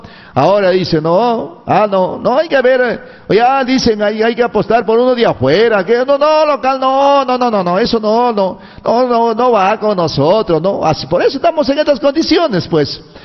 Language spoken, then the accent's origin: Spanish; Peru; somos olvidadizos peruanos